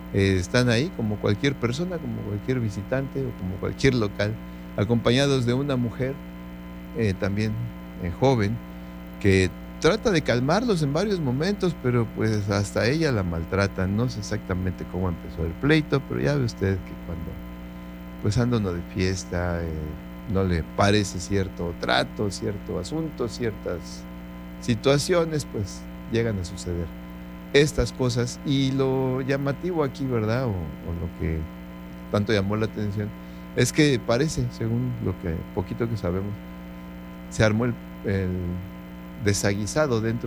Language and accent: Spanish; Mexico; como decimos los mexicanos